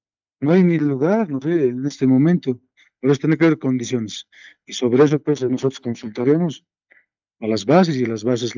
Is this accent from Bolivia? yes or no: yes; Bolivia